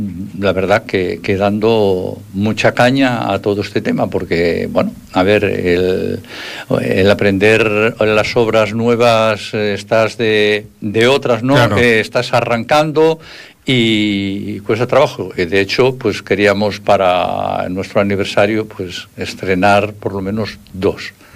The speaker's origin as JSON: {"language": "Spanish", "town": "Piloña", "region": "Asturias", "country": "Spain", "said": "que cada vez somos menos de Piloña"}